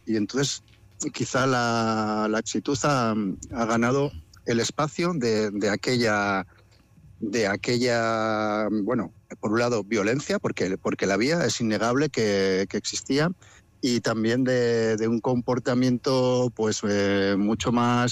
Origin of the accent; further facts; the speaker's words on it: La Rioja, Spain; Claro, y soy riojano y tengo muchos amigos que trabajan en Madrid y también en Andalucía.